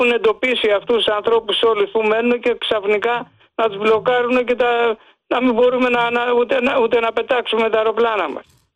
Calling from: Greece

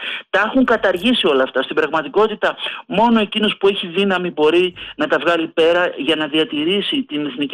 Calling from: Northern Greece, Greece; εγώ δεν είμαι από τη Σαμαρίνα, είμαι από τη Βόρεια Ελλάδα βέβαια, έχω πάει μόνο μια φορά στη Σαμαρίνα

